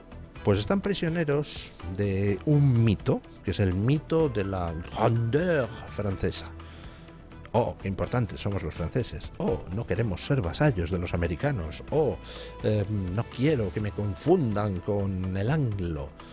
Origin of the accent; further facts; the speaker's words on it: Spain; nosotros como españoles